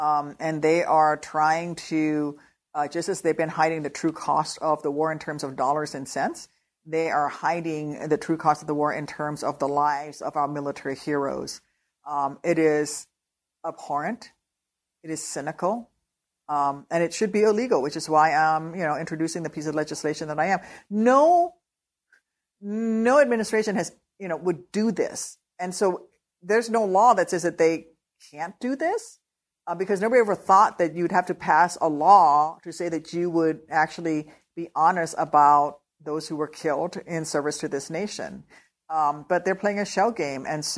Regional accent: Illinois, United States; So, for example, my home state of Illinois, one of our universities actually provide full four-year ride scholarships in every county to the child of a veteran.

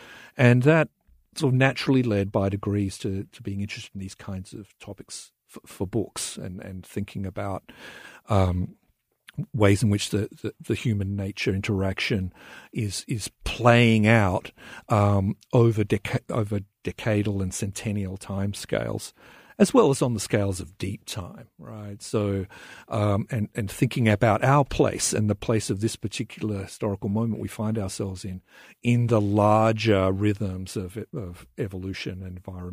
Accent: Australia; accent: Australian; moved away as an adult; also born or lived in Melbourne, Australia / New York, United States; you probably tell from my accent that I'm from Australia. I'd lived in Melbourne and then subsequently did my graduate study in New York

